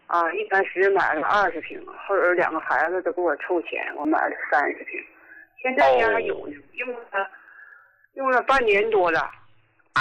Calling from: Jilin, China; 我是吉林的。

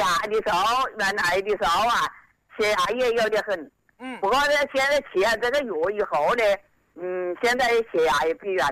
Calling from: Wuhan, Hubei, China; 我在武昌。

